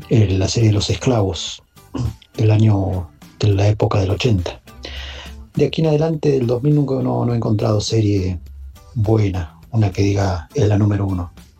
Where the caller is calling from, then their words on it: Cinco Saltos, Río Negro, Argentina; de Río Negro. Cinco saltos.